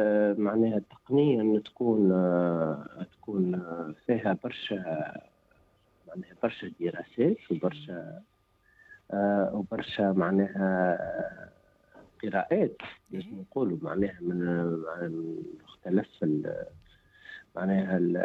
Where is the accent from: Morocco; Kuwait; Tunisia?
Tunisia; هي بلادنا تونس الخضراء.